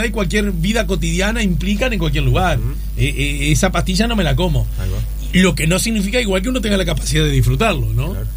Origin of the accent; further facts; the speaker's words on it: Montevideo, Uruguay; born there; nacimos cerca de Villa Española, en mi casa ahí de Pérez Castellano, Barrio Porvenir, como se le quiera decir, Robinson, entre Jaime Roldós y Pons y Centenario